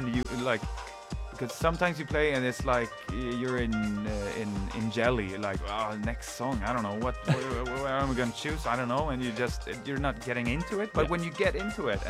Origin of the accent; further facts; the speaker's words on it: Laholm, Halland County, Sweden; He has a festival. Pretty much every year, back where I grew up in Laholm.